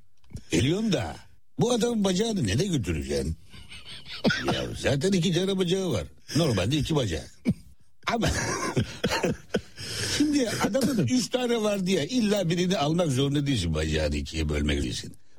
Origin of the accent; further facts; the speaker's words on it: Ordu, Turkey; moved away; Anadolu'da kendi memleketime gittim falan. Hı hı. Nereye? Ordu.